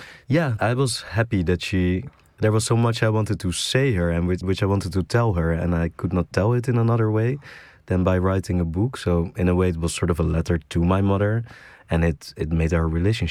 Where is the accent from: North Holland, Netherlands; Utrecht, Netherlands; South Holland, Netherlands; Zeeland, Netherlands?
South Holland, Netherlands; Schiedam; I grew up in Schiedam. It's a small village next to Rotterdam. And it's quite gray, all cement and no nature at all.